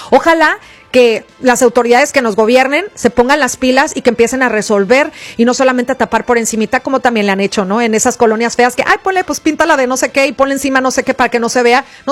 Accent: Mexico; nosotros hablando como mexicanos.

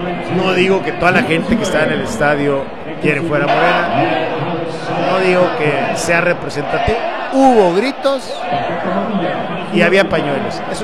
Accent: Mexico; ¿Qué gano yo como mexicano?

